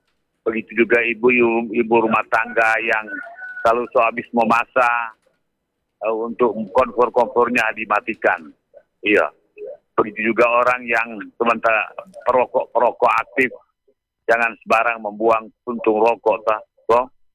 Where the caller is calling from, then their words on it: Kawangkoan, North Sulawesi, Indonesia; dari Kawangkoan ini